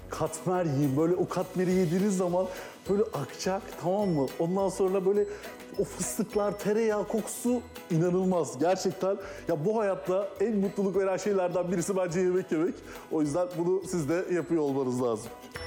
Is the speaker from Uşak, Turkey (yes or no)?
no; Adana, Turkey; Biliyorsunuz ben Adanalıyım ve Antep'e çok fazla giderdik.